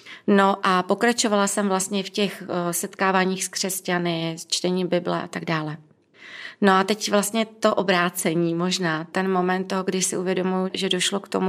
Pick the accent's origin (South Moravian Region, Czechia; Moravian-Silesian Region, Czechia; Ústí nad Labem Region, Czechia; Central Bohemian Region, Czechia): Ústí nad Labem Region, Czechia; Duchcov; protože jeden z nich je konkrétní kaplička blízko města, kde bydlím, já jsem z Duchcova